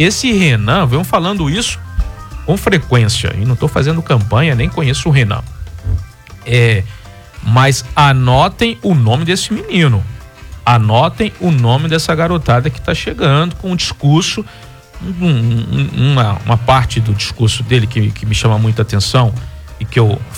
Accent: Goiás, Brazil; Somos todos brasileiros, goianos.

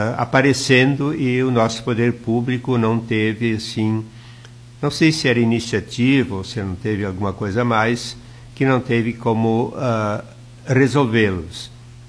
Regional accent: Rio Grande do Sul, Brazil; nós somos, além do Rio Grande do Sul, nós somos gaúchos e somos, ao mesmo tempo, também brasileiros.

